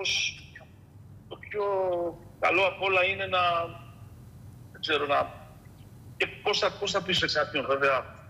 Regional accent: Kozani, Western Macedonia, Greece; Εγώ η καταγωγή μου είναι από την Κοζάνη.

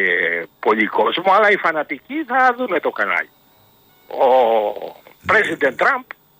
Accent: Greece; born there; Έχω γεννηθεί στην Ελλάδα.

